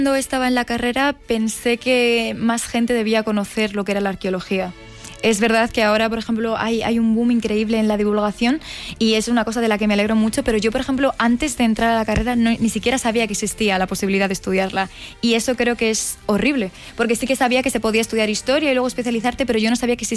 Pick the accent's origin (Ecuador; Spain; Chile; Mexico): Spain; Segovia, Castile and León; now in Madrid, Spain; yo soy de Segovia, yo he crecido en una ciudad donde puedes ver la Edad Moderna y la Edad Media en sus calles.